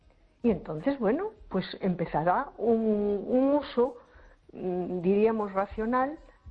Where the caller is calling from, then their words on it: A Coruña, Galicia, Spain; Hola, buenas noches. … de Coruña.